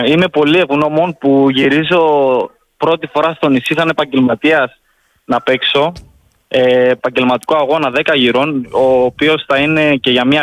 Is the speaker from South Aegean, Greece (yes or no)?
yes; Rhodes, South Aegean, Greece; moved away as an adult; now in England, United Kingdom; γυρνάω πίσω στον τόπο μου, στην πατρίδα μου